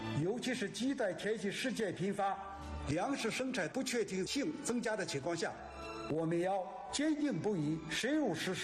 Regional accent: China; 我们中国人的饭碗端得更稳更牢

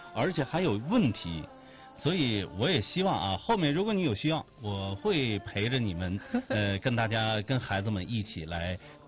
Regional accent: Jilin, China; 这10年静妍读书会让很多咱们吉林人重新拿起了书。

